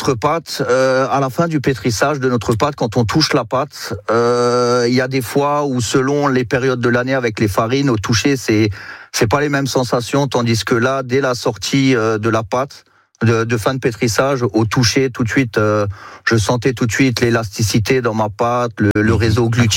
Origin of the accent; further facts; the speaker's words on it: Grand Est, France; On est alsacien